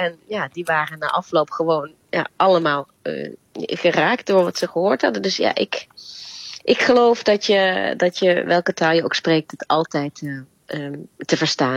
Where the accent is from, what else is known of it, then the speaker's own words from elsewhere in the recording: Limburg, Netherlands; accent: Limburgish; Maar we gaan hem wel, ja, toch wel in het Limburgs opvoeden.